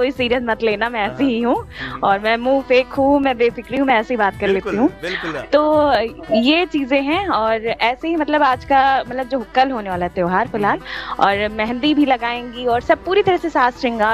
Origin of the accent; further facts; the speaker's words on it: Uttar Pradesh, India; चूंकि मैं उत्तर प्रदेश से बिलोंग करती हूँ तो हमारे यहाँ का ये लोक पारंपरिक त्यौहार है।